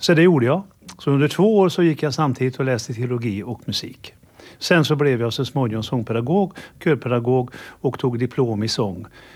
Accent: Arvika, Värmland, Sweden; moved away as an adult; Ja, jag kommer från Arvika. Där var jag i nästan 20 år. Sen kom jag till Stockholm egentligen för att läsa teologi på Missionsförbundets teologiska seminarium på Lidingö.

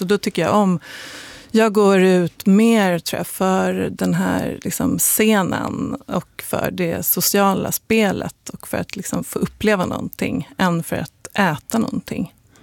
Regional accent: Sweden; Jag talade inte om att jag var svensk

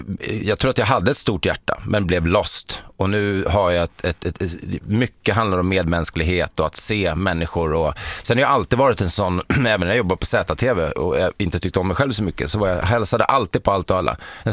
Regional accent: Sweden; Ja, men nysvenskar eller vad man vill kalla det för, och vi är gamla svenskar sådär.

